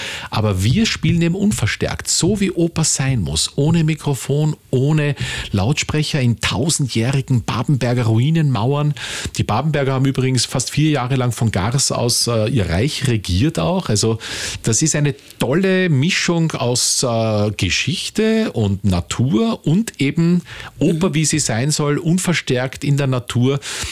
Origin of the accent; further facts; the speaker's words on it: Austria; der Teesalon, sage ich einmal, bei uns in Österreich, eingeladen.